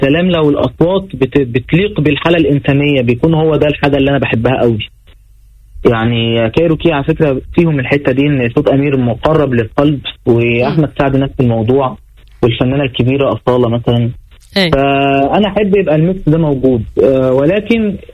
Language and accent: Arabic; Egypt; عندنا في مصر